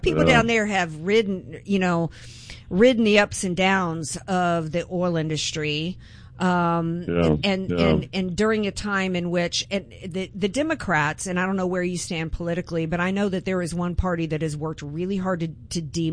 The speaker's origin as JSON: {"language": "English", "region": "Louisiana", "country": "United States", "tie": "born or raised there", "said": "I wasn't born in Louisiana, but it is my home state, and I love rigs."}